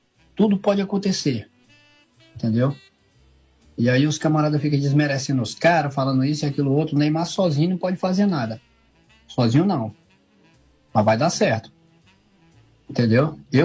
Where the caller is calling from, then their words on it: Brazil; Sou brasileiro, cara. Ganhando ou não ganhando, continuo sendo brasileiro.